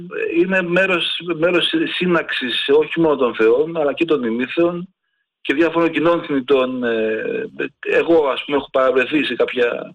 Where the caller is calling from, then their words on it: Lefkada, Ionian Islands, Greece; Ακριβώς από τη Λευκάδα. Και εγώ Λευκαδιώτης είμαι.